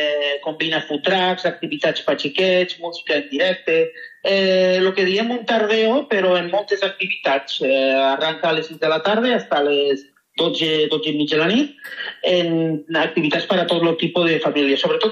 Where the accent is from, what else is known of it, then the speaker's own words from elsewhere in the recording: Rossell, Valencian Community, Spain; nosaltres som de Rossell